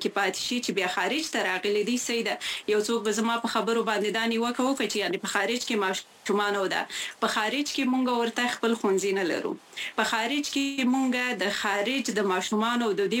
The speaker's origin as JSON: {"language": "Pashto", "region": "Khyber Pakhtunkhwa", "country": "Pakistan", "tie": "born or raised there", "moved": "as an adult", "said": "زما ځواني په پښتونخوا کې وه او دغه دوه کاله شوي چې راغلی یم"}